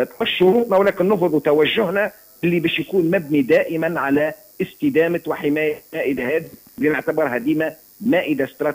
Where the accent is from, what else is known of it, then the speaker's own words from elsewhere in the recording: Tunisia; نحن في تونس